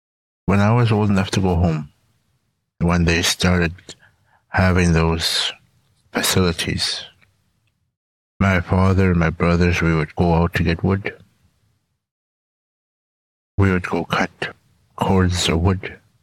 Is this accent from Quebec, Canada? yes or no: no; Garden Hill First Nation, Manitoba, Canada; I'm from Garden Hill First Nation in Manitoba. Garden Hill is approximately 600 kilometers north of Winnipeg. I grew up over there, and I moved around at times.